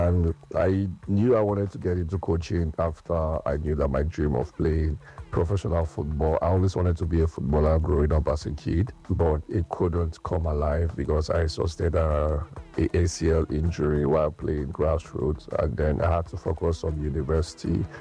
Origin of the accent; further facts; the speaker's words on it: Benue, Nigeria; I am from Benue State.